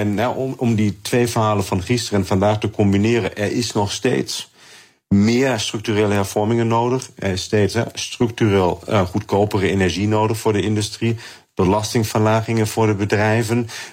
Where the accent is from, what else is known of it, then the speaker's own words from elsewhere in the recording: Germany; Klinkt gek als een Duitser dat zegt